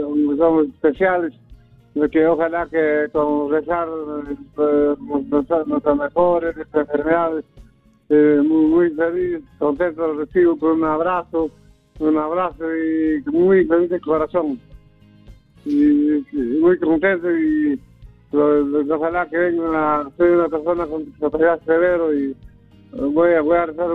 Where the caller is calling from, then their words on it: Ventanilla, Callao, Peru; Sí, Pachacútec en Ventanilla.